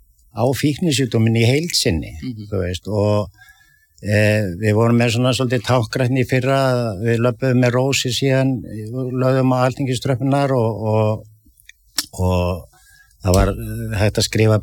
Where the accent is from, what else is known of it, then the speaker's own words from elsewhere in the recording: Reykjavík, Capital Region, Iceland; Sko, ég elst upp í Álftamýrinni. Mm. Og síðan flytjum við nýr í miðbæ þegar ég er 11 ára